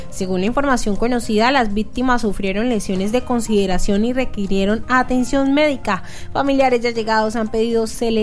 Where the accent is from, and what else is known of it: Colombia